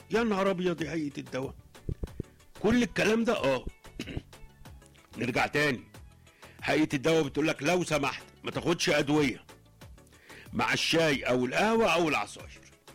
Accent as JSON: {"language": "Arabic", "country": "Egypt", "said": "كمواطنين كمصريين"}